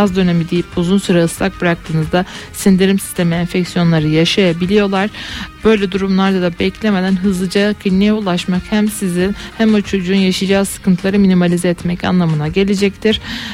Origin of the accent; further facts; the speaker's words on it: Adana, Turkey; moved away; ben de bir Adanalı olarak çok sevdiğim şarkılar.